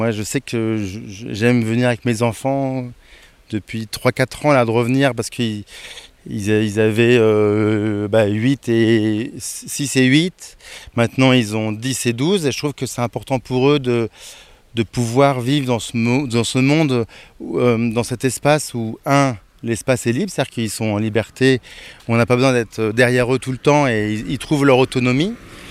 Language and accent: French; Paris, Île-de-France, France; Et moi je venais de Paris, donc il y avait beaucoup à Paris, c'était facile.